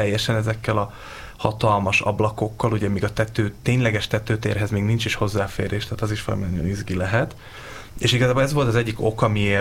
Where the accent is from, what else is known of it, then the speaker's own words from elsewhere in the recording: Szeged, Csongrád-Csanád, Hungary; De én meg szegedi vagyok